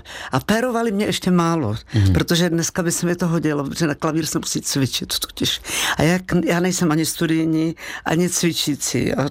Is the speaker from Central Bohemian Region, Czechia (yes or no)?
yes; Rakovník, Central Bohemian Region, Czechia; also born or lived in Poděbrady; takže já jsem vyrůstala v Rakovníku, pak jsem byla chviličku přestupní stanice v Praze a pak jsem šla za tátou do Poděbrad